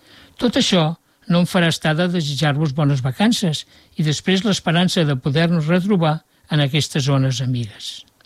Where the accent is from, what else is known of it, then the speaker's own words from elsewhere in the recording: Bonastre, Catalonia, Spain; born there; la sardana que es diu Bonastre en relació al meu poble